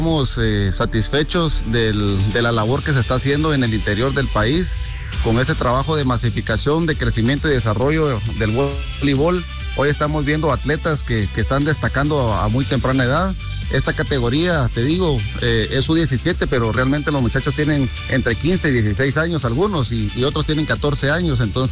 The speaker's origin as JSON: {"language": "Spanish", "country": "Guatemala", "said": "somos guatemaltecos"}